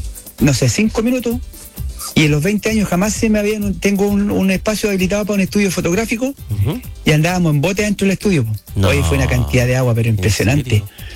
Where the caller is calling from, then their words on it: Padre Las Casas, Araucanía, Chile; Yo vivo en Padre Las Casas.